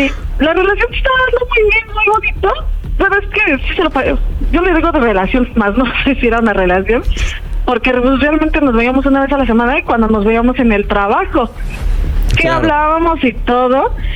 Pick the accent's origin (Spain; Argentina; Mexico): Mexico; Mexico City; Tengo 35 y soy de aquí en CDMX.